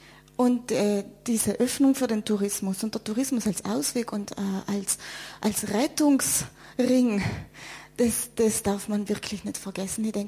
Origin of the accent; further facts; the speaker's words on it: Trentino-Alto Adige, Italy; Wir Südtiroler sind italienische Staatsbürger, die schlechtes Italienisch sprechen und in Italien immer fremd sind und nie adäquat als Staatsbürger anerkannt werden